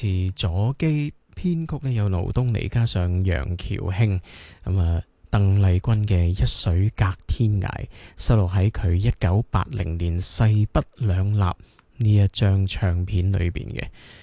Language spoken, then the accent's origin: Cantonese; Hong Kong; 重新走入去我哋香港人嘅粤语音乐记忆